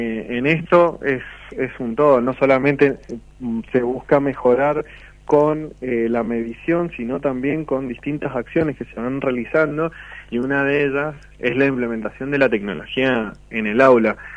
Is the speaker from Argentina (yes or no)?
yes; Argentina; como argentinos nos atraviesa completamente